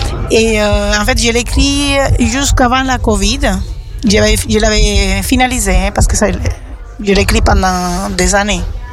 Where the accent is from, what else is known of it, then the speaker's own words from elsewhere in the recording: Cuba; moved away as an adult; now in France; Je viens de Cuba, une petite île dans les Caraïbes, la plus grande des Antilles. Je suis antillaise, je suis cubaine, je suis caribienne, je suis française aussi parce que j'ai la double nationalité.